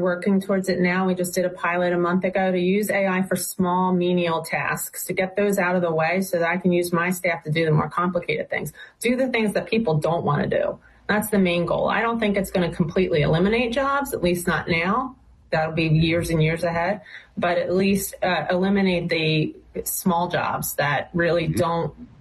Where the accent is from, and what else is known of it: Washington Township, New Jersey, United States; born or raised there